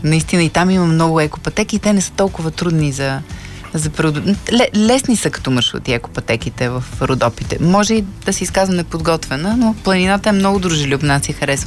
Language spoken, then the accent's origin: Bulgarian; Svoge, Sofia Province, Bulgaria; близо до моя роден град Своги.